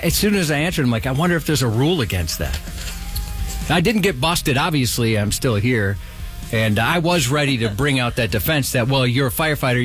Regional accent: Minneapolis, Minnesota, United States; I grew up in Minneapolis

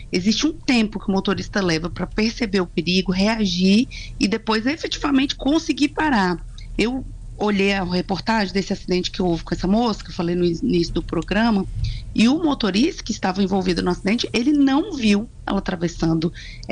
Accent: Brasília, Federal District, Brazil; moved away as an adult; now in Espírito Santo, Brazil; Eu sou de Brasília, né? Eu não sou daqui do estado.

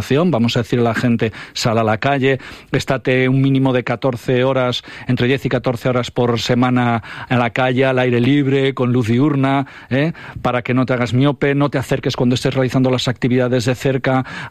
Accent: Ponferrada, Castile and León, Spain; vengo del Bierzo, Ponferrada, 63.000 habitantes, el Bierzo 114.000, de acuerdo, tasa de paro del 10% y subiendo

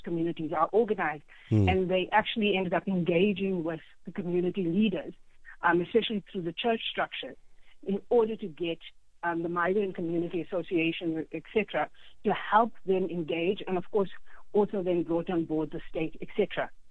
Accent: Johannesburg, Gauteng, South Africa; I come from El Dorado Park.

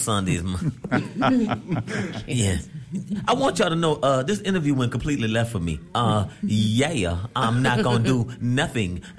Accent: Muldoon, Alaska, United States; I'm from Muldoon. That's no problem for me.

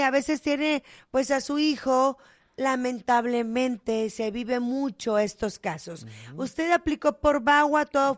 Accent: Ciudad Juárez, Chihuahua, Mexico; now in United States; De Ciudad Juárez. Fíjese, o sea, todos los que yo también soy mexicana

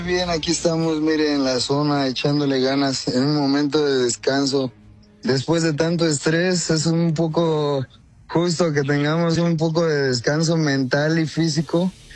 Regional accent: San José de Gracia, Michoacán, Mexico; Yo soy de San José de Gracia, Michoacán.

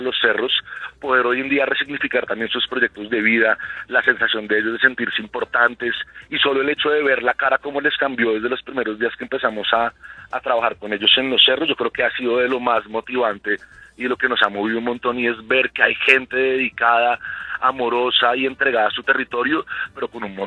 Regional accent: Bogotá, Colombia; para que en verdad podamos en verdad identificarnos como bogotanos, colombianos, y encontrar el valor de lo que tenemos.

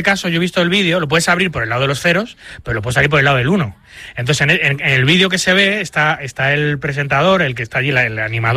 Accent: Spain; Como español, tú en Estados Unidos presentas tu tarjeta fiscal española o tu residencia en España.

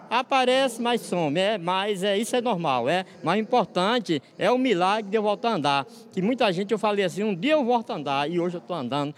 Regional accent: Feira de Santana, Bahia, Brazil; Eu venho de Feira de Santana.

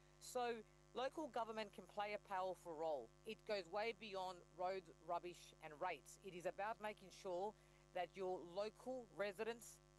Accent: Australia; I said, I'm not Jewish. I'm just an Australian.

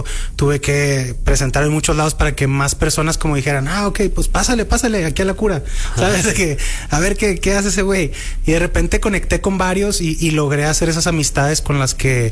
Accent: Culiacán, Sinaloa, Mexico; Me pasaba mucho cuando llegué de Culiacán. O sea, me sentía como que venía como del rancho, así como de que la ciudad chiquita.

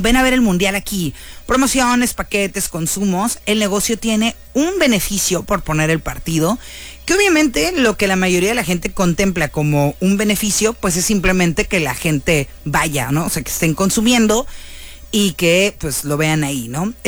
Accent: Mexico; como buenos mexicanos, somos muy creativos

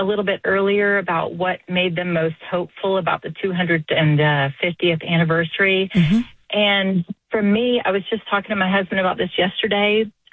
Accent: East Point, Georgia, United States; I grew up in East Point

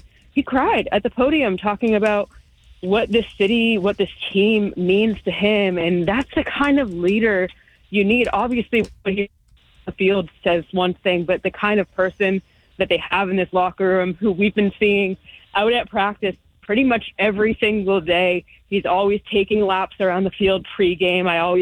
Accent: Boston, Massachusetts, United States; also born or lived in Charlottesville, Virginia; I'm from Boston, so we had one around me growing up. I also lived in Virginia for a couple years, and we had one in Charlottesville where I live there too.

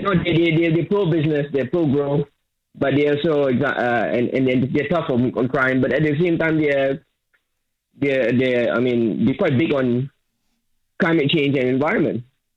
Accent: Malaysia; Yeah, I grew up in Malaysia. Grew up looking at Singapore.

